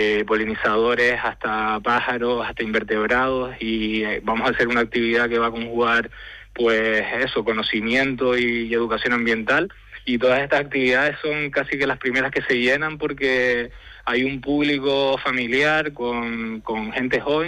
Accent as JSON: {"language": "Spanish", "town": "Tegueste", "region": "Canary Islands", "country": "Spain", "said": "Somos de Tegueste, estamos dentro de la reserva de la biosfera de Anaga"}